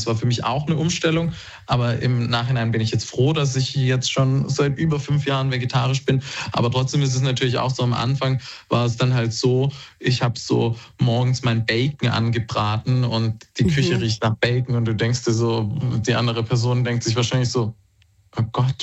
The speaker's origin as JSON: {"language": "German", "town": "Stuttgart", "region": "Baden-Württemberg", "country": "Germany", "said": "Ich aus dem Schwabenländle natürlich, aus Stuttgart."}